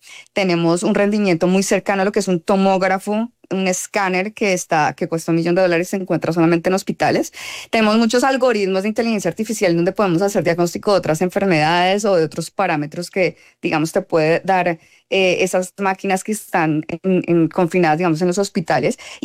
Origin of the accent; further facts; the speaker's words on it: Colombia; para mí como colombiana